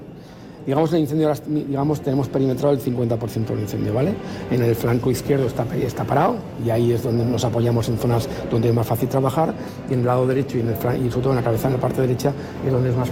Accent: Huesca, Aragon, Spain; los que somos de Huesca y conocemos la zona, son zonas muy escarpadas, con muchas barranqueras

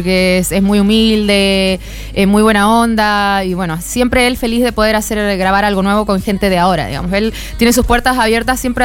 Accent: Argentina; now in Chile; No soy chilena, pero soy chilena también porque estoy dividida, digamos. Yo 19 años acá y 20 en Argentina, así que... Soy una señora de 40 años.

